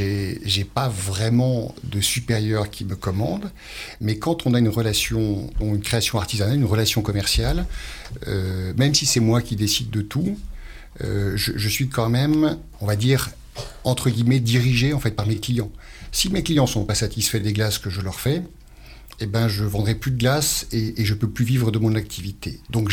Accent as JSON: {"language": "French", "region": "Brittany", "country": "France", "said": "c'est parce que ça représente l'Ardèche, qui est le pays de la châtaigne, et le caramel, parce que je viens de Bretagne."}